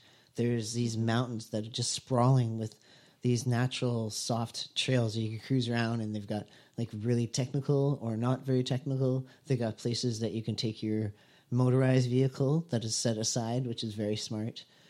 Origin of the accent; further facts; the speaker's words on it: Alberta, Canada; I'm from Alberta, so it's not like that there.